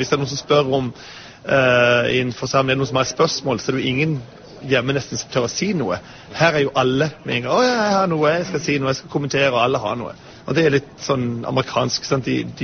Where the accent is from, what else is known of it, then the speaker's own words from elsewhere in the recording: Oslo, Norway; Det mye farligere hjemme I Oslo. Her det trygt overalt.